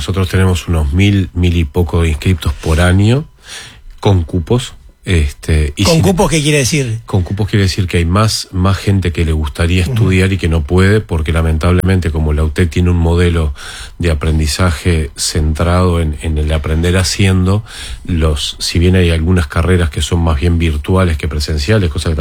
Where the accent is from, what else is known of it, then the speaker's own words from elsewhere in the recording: Uruguay; A mí me dio mucho orgullo como uruguayo